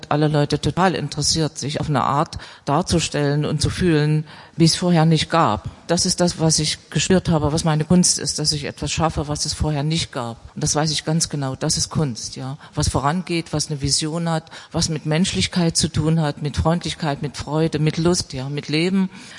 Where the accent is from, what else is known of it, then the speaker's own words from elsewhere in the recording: East Germany, Germany; Ich bin in der DDR geboren